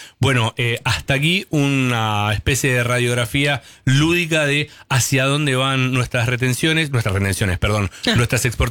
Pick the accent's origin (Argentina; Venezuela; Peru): Argentina; Tucumán; Sí, eso siempre somos tucumanos.